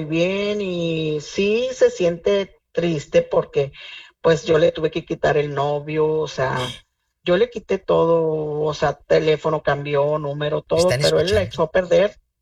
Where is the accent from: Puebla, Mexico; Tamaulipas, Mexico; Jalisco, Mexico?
Tamaulipas, Mexico; Matamoros; now in Brownsville, United States; Soy de Matamoros, ¿verdad? Pero